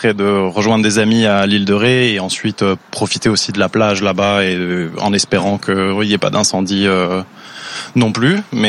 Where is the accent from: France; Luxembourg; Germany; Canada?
Luxembourg; Oui, c'est ça. Je suis parti à 5h du matin ce matin de Luxembourg.